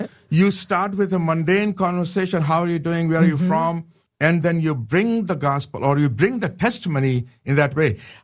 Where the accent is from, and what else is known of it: Pakistan